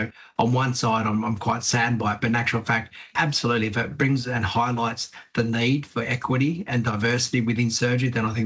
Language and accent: English; Australia; Yes, I grew up in Warramai country. And it was quite an interesting area from there.